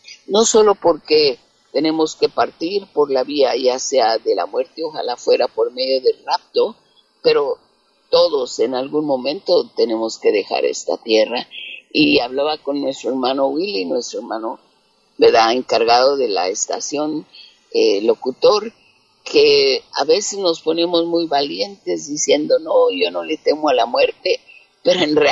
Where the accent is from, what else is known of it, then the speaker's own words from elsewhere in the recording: Mexico; moved away as an adult; also born or lived in Guatemala / California; now in Arizona, United States; yo soy mexicana, mi esposo es centroamericano